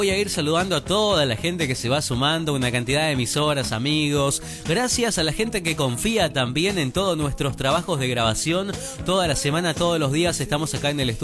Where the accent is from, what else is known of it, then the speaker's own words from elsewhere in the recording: Cañada Rosquín, Santa Fe, Argentina; de Cañada Rosquín, me dicen por acá, en la provincia de Santa Fe